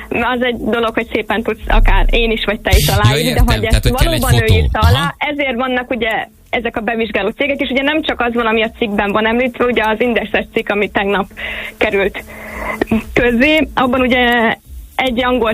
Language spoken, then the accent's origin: Hungarian; Hungary; Így van, de hát ugye magyarok vagyunk